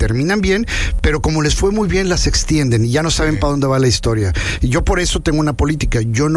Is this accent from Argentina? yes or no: no; Mexico; nosotros como mexicanos